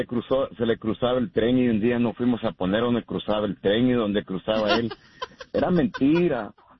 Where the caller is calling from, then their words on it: Houston, Texas, United States; buenos días, de aquí de Houston.